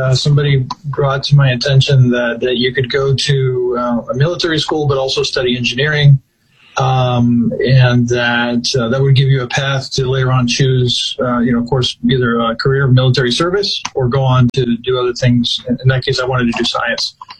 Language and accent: English; Miami, Florida, United States; So born and raised in Miami, Florida. And never really left Florida that often until I decided to join the Army. So I'm a Florida boy through and through.